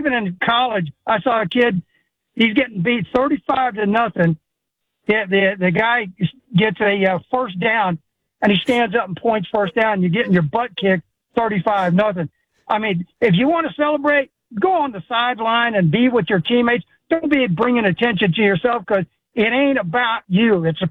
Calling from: Florida, United States

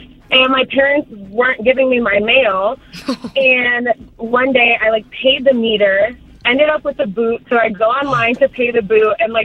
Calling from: Chicago, Illinois, United States; So, I'm from Chicago. My parents live in Chicago. I moved out.

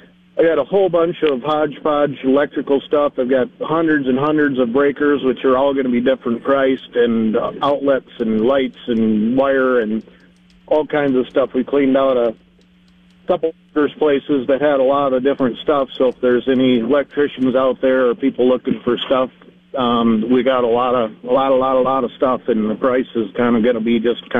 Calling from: Belmont, United States; Hey, Vaughn. … from Belmont.

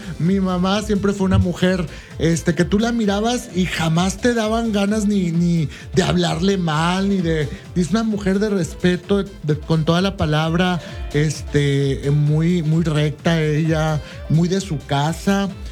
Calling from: Mexico; como mexicanos que somos y latinos

